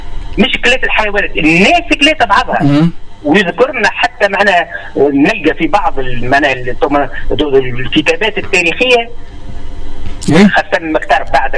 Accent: Tunisia; احنا في تونس

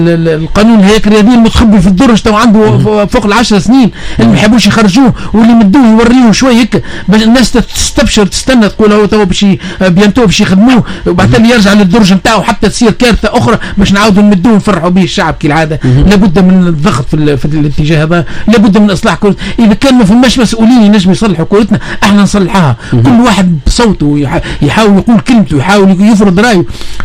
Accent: Tunisia

